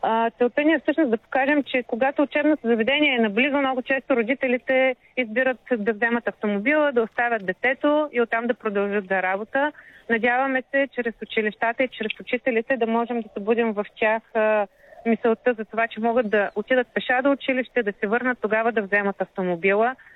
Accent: Plovdiv, Plovdiv Province, Bulgaria; За Пловдив, откъдето сме ние от БГ Бъди активен, всъщност нямаме изобщо изградена такава инфраструктура.

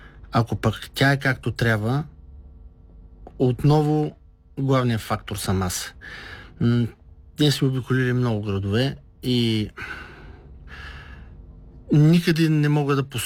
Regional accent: Lovech, Lovech Province, Bulgaria; Все пак идвам и от Лович.

